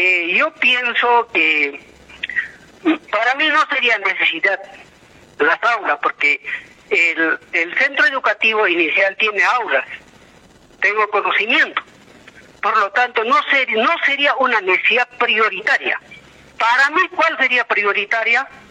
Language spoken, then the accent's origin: Spanish; Puno, Peru; Soy conocedor y soy poblador de Cuturapi, conozco la realidad.